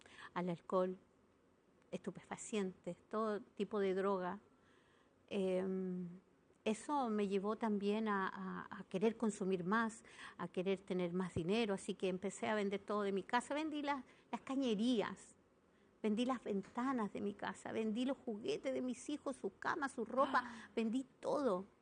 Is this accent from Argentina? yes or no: no; Parral, Maule, Chile; also born or lived in Bajos de Mena, Chile; Bueno, mi lugar de origen es Parral, pero nací, me crié en Parral, me malcrié en Bajos de Mena y me transformé en Bajos de Mena.